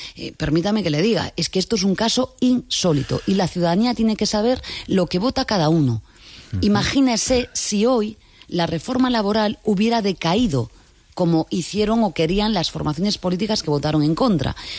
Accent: Spain

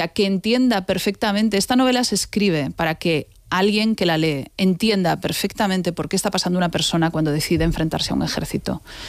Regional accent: A Coruña, Galicia, Spain; digámoslo, soy gallega. Gallega de A Coruña.

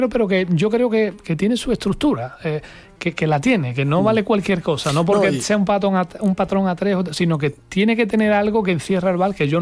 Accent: Huelva, Andalusia, Spain; el Niño Miguel, que es el genio de mi tierra, de Huelva

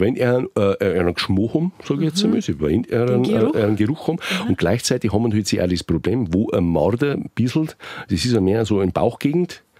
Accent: Bavaria, Germany; Nein, wir haben ja nicht Weitler, wir kommen aus dem Wald.

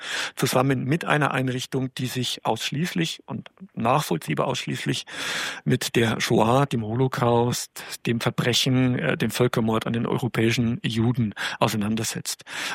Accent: Bavaria, Germany; Ich als Oberpfälzer

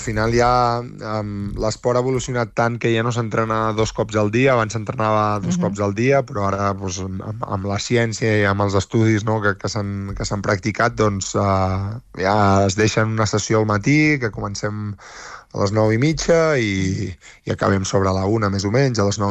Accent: Catalonia, Spain; now in Mexico; d'on soc, de Catalunya

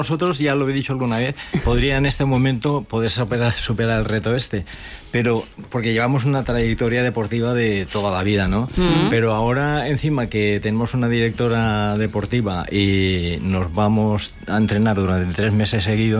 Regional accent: Valencia, Valencian Community, Spain; El único que soy de Valencia soy yo.

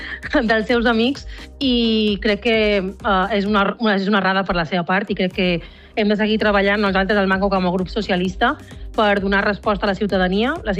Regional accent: Palma, Balearic Islands, Spain; jo que vinc de les Illes Balears, de Palma, ja m'agradaria a mi tenir un alcalde tan valent

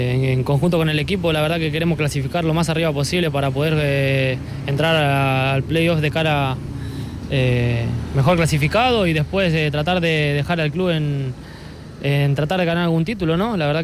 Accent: Argentina; me cargan porque somos argentinos y nosotros lo defendemos a muerte

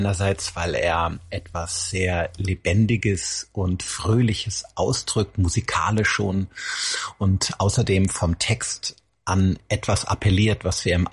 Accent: Rhineland, Germany; Ich komme ja aus dem Rheinland.

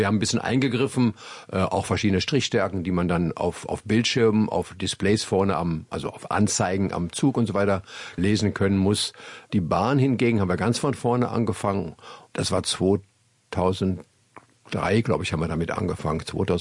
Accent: Stadthagen, Lower Saxony, Germany; wo ich geboren bin in Stadthagen bei Hannover

